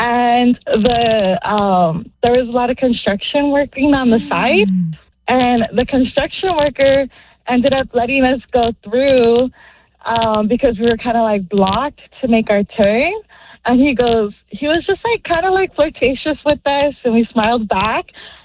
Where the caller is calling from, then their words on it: Whittier, California, United States; I'm from Whittier.